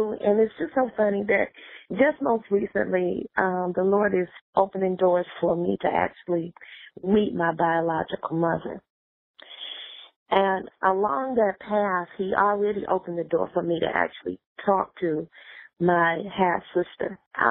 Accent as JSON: {"language": "English", "town": "Milwaukee", "region": "Wisconsin", "country": "United States", "tie": "born there", "accent": "Southern drawl", "said": "I was born in Milwaukee, Wisconsin. I'm a Midwesterner with a Southern drawl."}